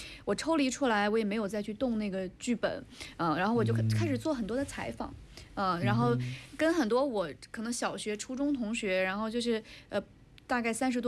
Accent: Harbin, Heilongjiang, China; 我就是哈尔滨人

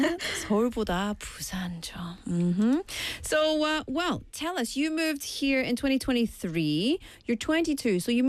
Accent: Scotland, United Kingdom; So if you think of, like, I'm from Scotland, so Scotland, England.

